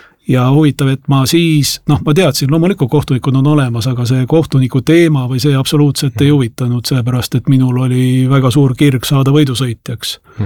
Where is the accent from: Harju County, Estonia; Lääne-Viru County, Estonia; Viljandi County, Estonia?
Harju County, Estonia; Tallinn; mina olen ka tegelikult Tallinnast.